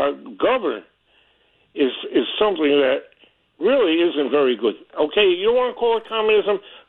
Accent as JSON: {"language": "English", "town": "New York City", "region": "New York", "country": "United States", "tie": "born or raised there", "said": "I grew up in New York City."}